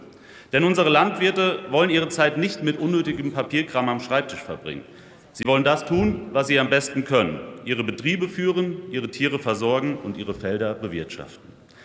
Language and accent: German; North Rhine-Westphalia, Germany; So steht es auf der Internetseite eines Hofladens in meiner Heimat Siegen-Wittgenstein.